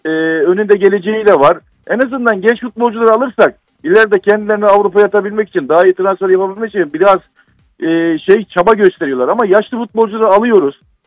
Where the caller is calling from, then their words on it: Istanbul, Turkey; İstanbul'dan arıyorum … Fenerbahçe taraftan.